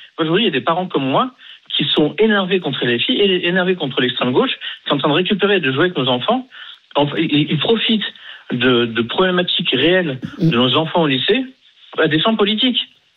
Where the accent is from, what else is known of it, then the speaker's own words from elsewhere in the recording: Trappes, Île-de-France, France; Moi, je viens de Trappes, du 78, qui est une ville qui est connue pour ses mouvements et pour pas être forcément la ville la plus joyeuse du monde.